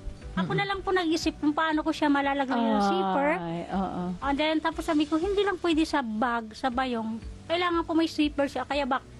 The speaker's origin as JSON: {"language": "Tagalog", "town": "Norzagaray", "region": "Central Luzon", "country": "Philippines", "said": "North Sagaray po."}